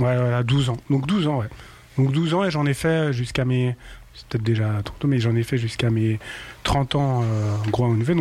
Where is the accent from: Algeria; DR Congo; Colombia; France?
France; also born or lived in Ethiopia; je suis né en 1990, je suis né en Éthiopie, mais j'ai grandi en France depuis l'âge de mes 2 ans